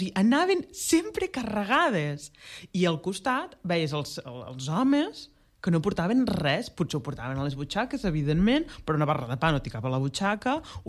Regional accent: Blancafort, Catalonia, Spain; quan ve mercat a Blancafort, al meu poble, jo ho faig servir.

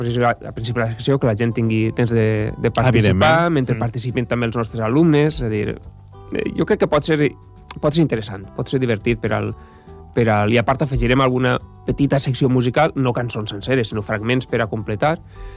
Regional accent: Valencian Community, Spain; jo soc valencià, la gent ja ho sap

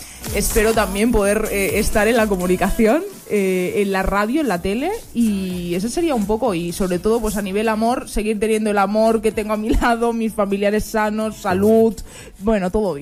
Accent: Sant Adrià de Besòs, Catalonia, Spain; yo soy de San Adrián del Besós.

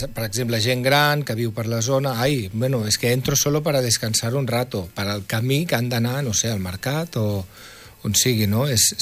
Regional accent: Barcelona, Catalonia, Spain; Jo sóc de Barcelona

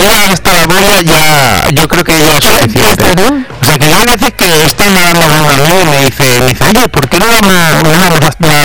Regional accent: Galicia, Spain; Que soy gallego, ¿no?

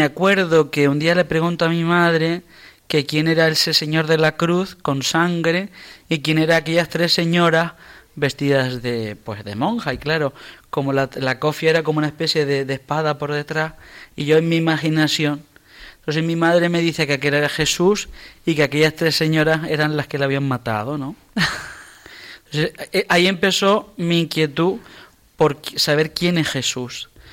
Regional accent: Canary Islands, Spain; moved away; Nací en Lanzarote. Y estuve hasta el año 94 viviendo

